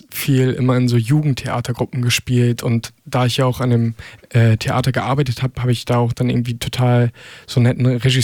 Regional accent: Lübeck, Schleswig-Holstein, Germany; bin 20 Jahre alt, werde jetzt in 9 Tagen 21 und komme eigentlich aus Lübeck und pende jetzt aber ganz viel zwischen Hamburg und Lübeck

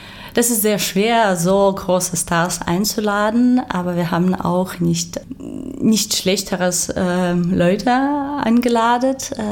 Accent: Ukraine; German is a second language; now in Germany; ich als Ukrainerin, bis ich nach Deutschland gekommen bin

